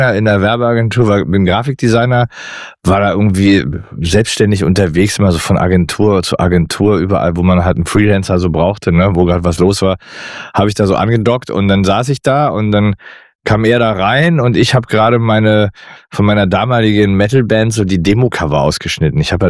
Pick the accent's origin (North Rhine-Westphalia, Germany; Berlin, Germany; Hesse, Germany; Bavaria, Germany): Berlin, Germany; Ich bin aus Berlin